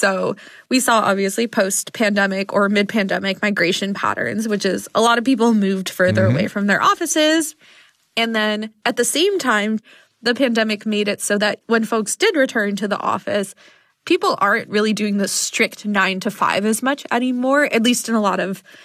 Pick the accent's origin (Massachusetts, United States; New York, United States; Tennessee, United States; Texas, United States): New York, United States; which as a New Yorker, great.